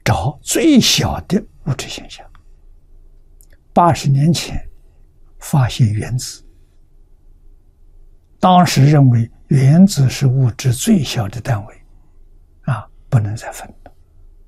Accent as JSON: {"language": "Chinese", "country": "China"}